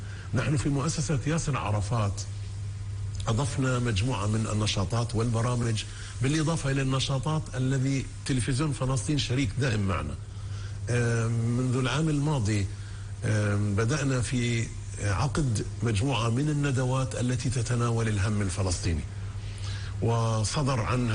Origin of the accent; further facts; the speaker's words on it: Palestine; مني أنا كفلسطيني